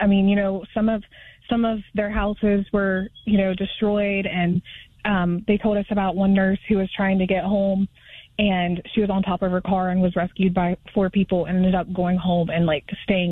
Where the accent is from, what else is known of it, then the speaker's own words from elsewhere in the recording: Ravenswood, West Virginia, United States; Sean's from French Creek, and I'm from Ravenswood.